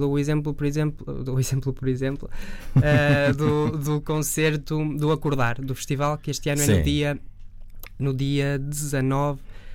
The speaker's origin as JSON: {"language": "Portuguese", "town": "Santo Tirso", "region": "Norte", "country": "Portugal", "also_born_or_lived": "Amsterdam / Geneva", "moved": "as an adult", "said": "Eu sou de Santo Tirso."}